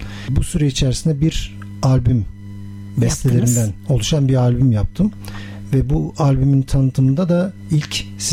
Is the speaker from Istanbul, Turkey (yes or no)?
yes; Istanbul, Turkey; born there; also born or lived in Isparta; 1967 doğumluyum. İstanbul doğumluyum. Ispartalıyım aslen.